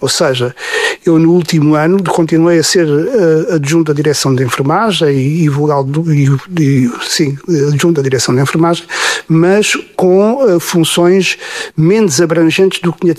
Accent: Arronches, Alentejo, Portugal; A minha infância foi toda feita em Arronches, porque o meu pai era guarda fiscal. Quando eu nasci, ele já vem para Arronches, e a minha infância é passada com.

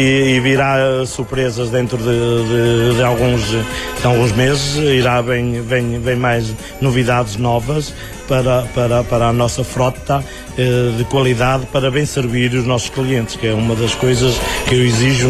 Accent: Arouca, North, Portugal; now in Cesar, Portugal; sou natural de Tropeço, habito em Cesar há já 35 anos, mas nunca deixei de deixar das minhas origens ser um facto muito importante e gostar da minha terra, que é, a minha terra é Arouca.

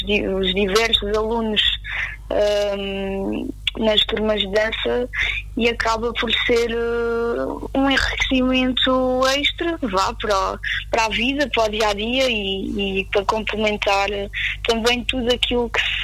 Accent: Abrantes, Santarém, Portugal; also born or lived in Switzerland; Que eu, na altura, vim da Suíça, formei-me lá como bailarina, intérprete em dança contemporânea, e quando cheguei cá a Abrantes achei que realmente a nossa cidade estava a precisar

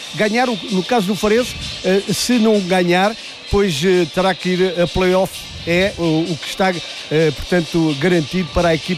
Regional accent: Algarve, Portugal; nós, como algarvios

